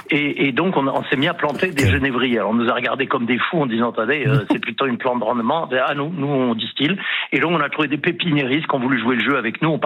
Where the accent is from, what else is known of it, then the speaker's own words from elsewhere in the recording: France; en tant que Français